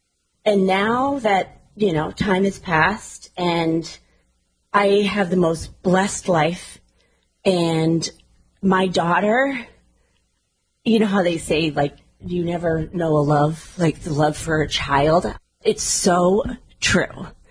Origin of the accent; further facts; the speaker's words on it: Duxbury, Massachusetts, United States; So I grew up in Duxbury, Mass.